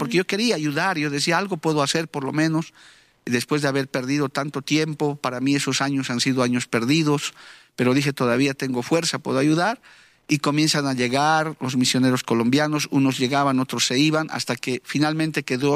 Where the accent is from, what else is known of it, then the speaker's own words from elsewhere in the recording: La Paz, Bolivia; mi ciudad natal, la ciudad de La Paz, en Bolivia, una ciudad muy alta, muy conocida además. Uh-huh. Y yo soy oriundo de Alía, nacido allá.